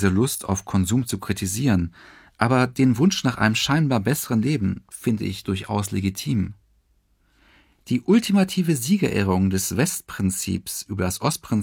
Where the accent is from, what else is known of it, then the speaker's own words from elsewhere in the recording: West Germany, Germany; Und wir Wessis?